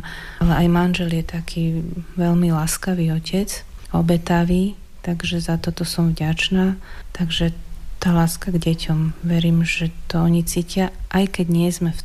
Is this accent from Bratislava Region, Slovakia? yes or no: yes; Bratislava, Bratislava Region, Slovakia; A my sme obidvaja zo západu z Bratislavy a tam trošku je taká iná mentalita